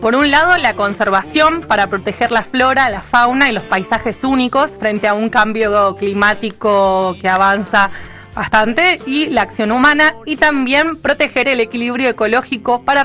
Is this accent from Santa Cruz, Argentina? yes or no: yes; Santa Cruz, Argentina; Y en Santa Cruz, ¿saben cuántos parques nacionales tenemos?